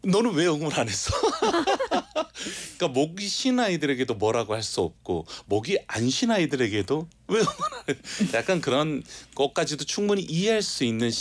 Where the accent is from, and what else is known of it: South Korea; moved away; also born or lived in Italy